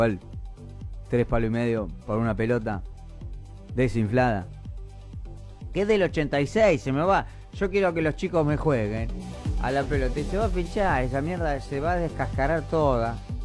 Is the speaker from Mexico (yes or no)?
no; Argentina